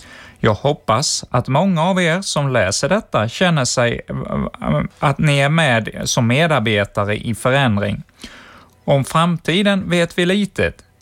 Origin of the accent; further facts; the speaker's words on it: Brazil; Swedish is a second language; Jag som brasilianare borde vara van vid hettan, men under mina år i Sverige har jag börjat älska hösten.